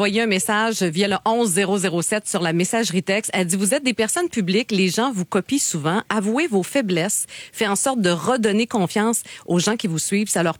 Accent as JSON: {"language": "French", "town": "Port-Cartier", "region": "Quebec", "country": "Canada", "tie": "born or raised there", "also_born_or_lived": "Rimouski", "moved": "as an adult", "said": "cet été-là, je suis revenue dans mon patelin à Port-Cartier"}